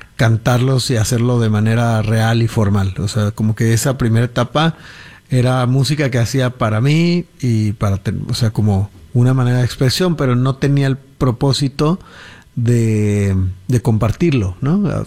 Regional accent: Guadalajara, Jalisco, Mexico; Vamos, ayer estuvimos más o menos a la misma temperatura en Guadalajara, que es de donde yo soy.

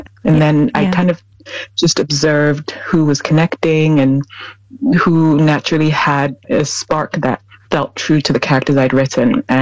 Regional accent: Lagos, Nigeria; I grew up in Lagos, and it's a city of 20 million people. I think the last statistic was that about 75% of the population is under 25. So it's young and youthful, and there's such a vibrance to the city.

